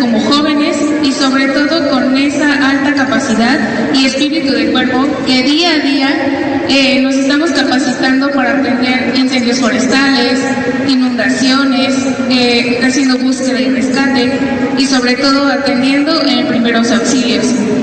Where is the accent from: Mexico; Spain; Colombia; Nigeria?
Mexico; Puebla; como mujer, como poblana